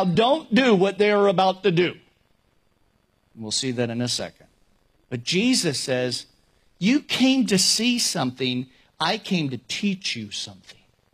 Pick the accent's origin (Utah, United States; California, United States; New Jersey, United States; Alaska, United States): California, United States; Napa; moved away as an adult; now in Myrtle Beach, United States; that I would have to leave my hometown because I would not be as effective for God in Napa as I would be in Myrtle Beach. And I'm thankful that I escaped California and that I am here.